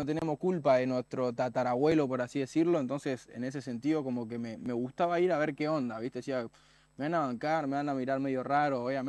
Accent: Buenos Aires, Argentina; Si soy de la Boca, soy de Boca y muero siendo

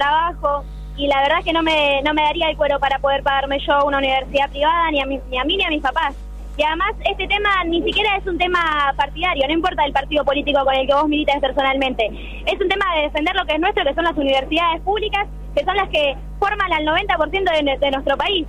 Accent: Los Polvorines, Buenos Aires Province, Argentina; Yo, nuestra universidad, que es la ciudad de los polvorines, yo nací, me crié y espero morir ahí, porque es tan hermosa

